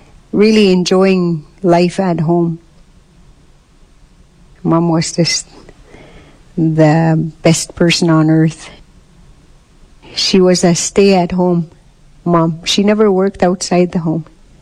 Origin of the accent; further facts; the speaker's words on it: Goodfish Lake Reserve, Alberta, Canada